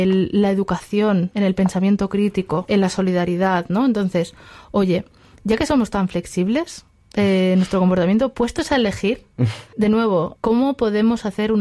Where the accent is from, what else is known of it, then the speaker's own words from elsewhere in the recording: Aragon, Spain; yo de donde vengo, que es de la región de Aragón, en España